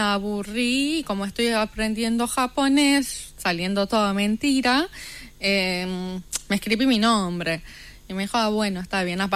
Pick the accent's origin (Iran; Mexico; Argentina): Iran; Spanish is a second language; moved away; una persona que vivió bajo esa represión, que desde muy chica, yo estuve ahí, mi familia estuvo ahí, vivimos.